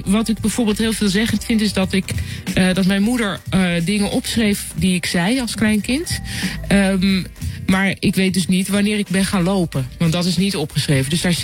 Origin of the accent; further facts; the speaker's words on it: Amsterdam, North Holland, Netherlands; Ik kom dus uit Amsterdam